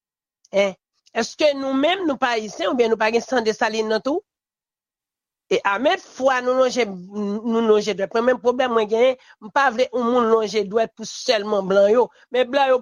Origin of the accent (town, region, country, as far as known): Haiti